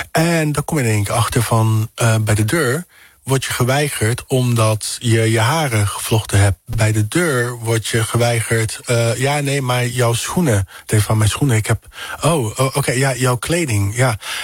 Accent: Netherlands Antilles, Netherlands; born there; Want niemand, maar ook echt daadwerkelijk niemand kan mijn Nederlanderschap in kwestie stellen. Sowieso niet, omdat ik gewoon in Nederlands Antillen geboren ben.

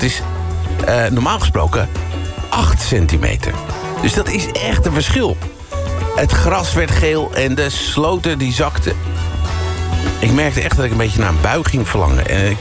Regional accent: Netherlands; Heerlijk, zoals het hoort als echte Nederlander.

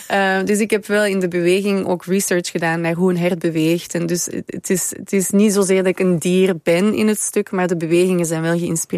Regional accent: Belgium; moved away; Ja, in België waar ik vandaan kom.

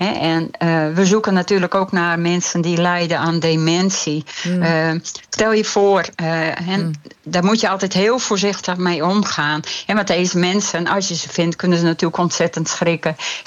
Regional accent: Friesland, Netherlands; Hey, ik ben zelf een Fries, bij ons in het dorp en gebeurt dat ook.

